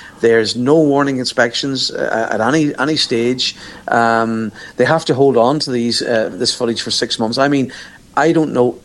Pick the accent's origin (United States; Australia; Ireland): Ireland; Ulster; I'm from the Inishowen Peninsula, you know, and we're surrounded by water